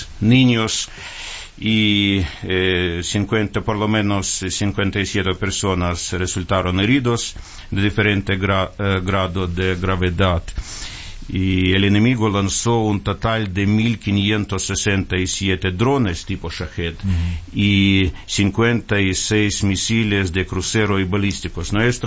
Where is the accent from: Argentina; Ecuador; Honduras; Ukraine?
Ukraine